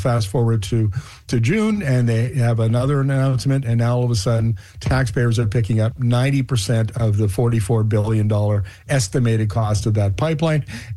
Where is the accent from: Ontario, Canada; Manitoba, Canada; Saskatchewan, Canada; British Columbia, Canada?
Manitoba, Canada; Gillam; I'm an old Manitoba boy. I grew up in Gillam, just south of Churchill. I rode that bay line many times.